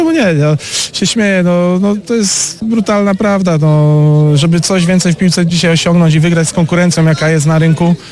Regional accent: Lubin, Lower Silesian Voivodeship, Poland; born there; Urodziłem się w Lubinie, grałem w Lubinie

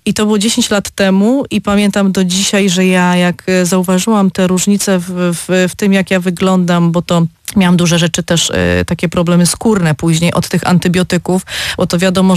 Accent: Opole, Opole Voivodeship, Poland; born there; Tak, ja się urodziłam w Opolu.

